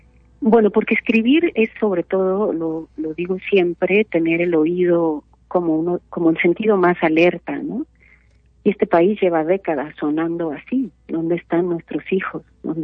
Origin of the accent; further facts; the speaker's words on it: Mexico; en mi crecimiento, en digamos la banda sonora de mi crianza en el Estado de México y en la Ciudad de México